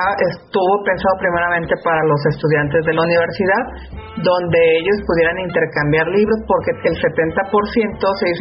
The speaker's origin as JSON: {"language": "Spanish", "town": "Guasave", "region": "Sinaloa", "country": "Mexico", "said": "Yo soy de Guasave, Sinaloa, y yo siempre quise hacer algo allá en mi pueblo, como digo yo."}